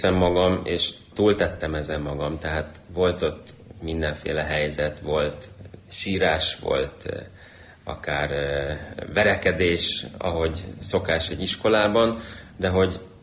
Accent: Hungary; born there; Hungarian is a second language; also born or lived in Ukraine; Én Ukrajnában születtem, 8 éves koromig ukránként nőttem föl, gyakorlatilag negyed részben vagyok magyar a nagypapám révén. És amikor 8 éves voltam, 2003-ban költöztünk Magyarországra

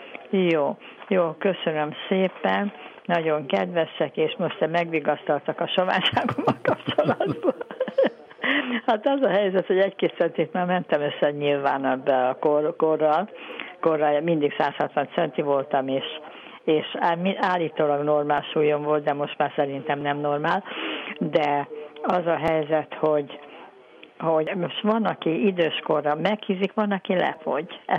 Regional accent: Budapest, Hungary; now in Zalaegerszeg, Hungary; Pedig nagyon egészségesen éltünk gyerekkorunkban, én Budán laktam, most Zalaegerszegen élek, ide jöttem férhez

